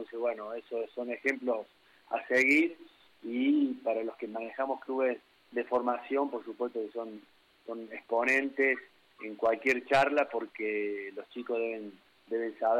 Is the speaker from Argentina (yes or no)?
yes; Argentina; now in Ecuador; terminé más embroncado ese día que si hubiese perdido Argentina, porque ya hace 24 años estoy acá, Pedro, y me siento un ecuatoriano más.